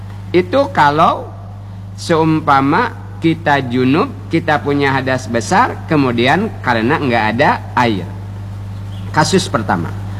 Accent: Bangka Belitung Islands, Indonesia; kata kita orang Bangka

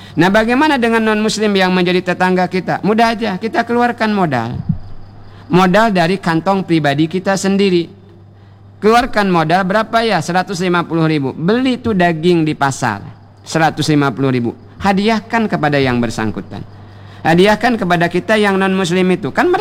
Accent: Bangka Belitung Islands, Indonesia; kata kita orang Bangka

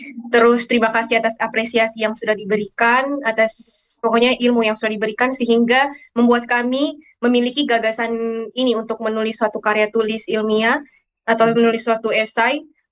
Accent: East Nusa Tenggara, Indonesia; kita berada di daerah NTT

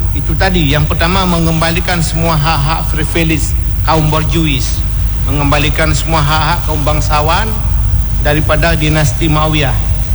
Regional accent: Samalanga, Aceh, Indonesia; Kalau ke Samalanga kampung saya 174 km.

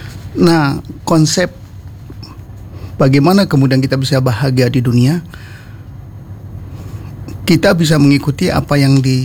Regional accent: Jakarta, Indonesia; moved away as an adult; now in Bogor, Indonesia; saya asli Jakarta

